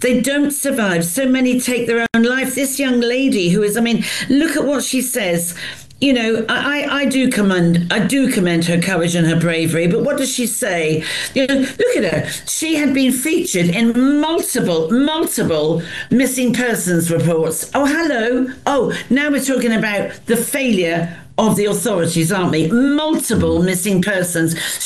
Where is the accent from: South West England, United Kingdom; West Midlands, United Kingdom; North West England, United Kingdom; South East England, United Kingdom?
South East England, United Kingdom; Southampton; I come from Southampton